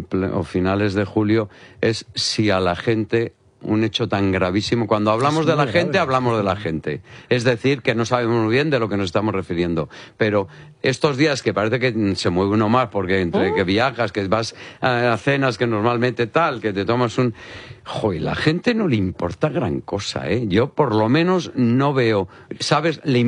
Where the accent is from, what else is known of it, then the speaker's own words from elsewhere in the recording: Spain; porque al final dices, oye, que yo soy español.